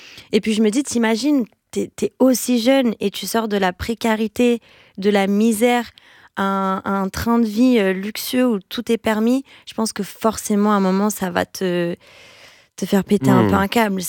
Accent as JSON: {"language": "French", "country": "Brazil", "moved": "yes", "lives_now": "France", "said": "moi en tant que Brésilienne en France"}